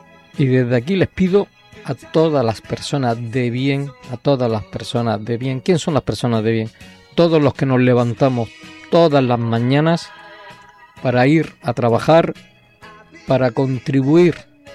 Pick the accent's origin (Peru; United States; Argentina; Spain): Spain; Somos españoles cuando juega la selección y cuando España se la está jugando. Ahí somos españoles